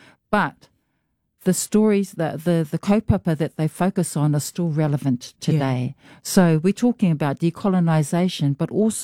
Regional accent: Gisborne, New Zealand; because I grew up in Gisborne or, you know, around Gisborne and Mangatū and Te Karaka, very small places.

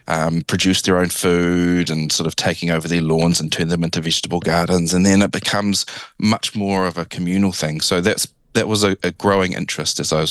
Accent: New Zealand; also born or lived in Brisbane / Edinburgh; I lived in Brisbane for 3.5 years, and then I lived in Edinburgh, and I was away from New Zealand for 2 years in the Northern Hemisphere.

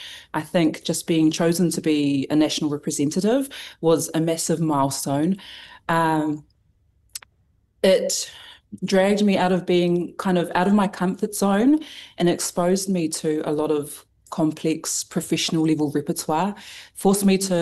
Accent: Palmerston North, Manawatū-Whanganui, New Zealand; I grew up in Palm's North End. I attended the Christian Church of Samoa, was basically born into it.

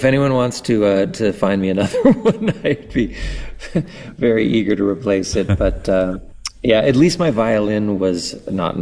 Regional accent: Canada; So, but growing up in Canada, I'm also a hockey fan

